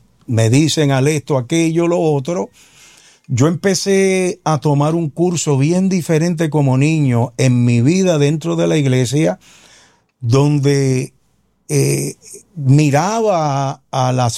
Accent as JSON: {"language": "Spanish", "region": "Bayamón", "country": "Puerto Rico", "tie": "born or raised there", "also_born_or_lived": "Carolina", "said": "Sí, soy natural de Santa Juanita, Bayamón. Y por la gracia del Señor, nací en un hogar cristiano, donde mis padres me enseñaron el temor a Dios desde pequeño. Y fui criado hasta los 14 años, aproximadamente en el barrio Santa Cruz, en Carolina."}